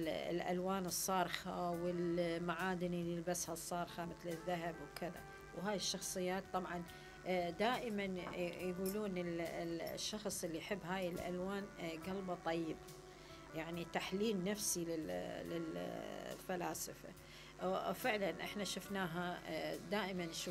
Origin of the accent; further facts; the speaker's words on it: Iraq; accent: Iraqi; احنا نقول عليه البطوط بلهجتنا العراقية